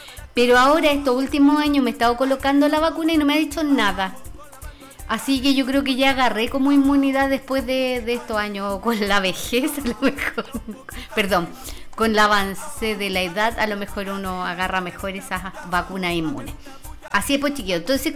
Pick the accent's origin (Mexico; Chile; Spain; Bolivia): Chile; Y nosotros, como chilenos